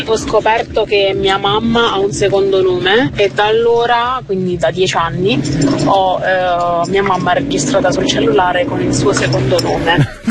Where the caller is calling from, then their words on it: Abruzzo, Italy; io sono abruzzese